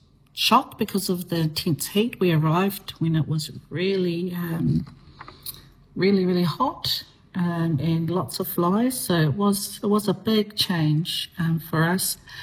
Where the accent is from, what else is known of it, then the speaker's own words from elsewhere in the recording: Mangere, Auckland, New Zealand; also born or lived in Northland; I am from Northland, the Northland region of New Zealand, Aotearoa. I was born in Māngere in Auckland, and I grew up there in the 80s, in the 1990s.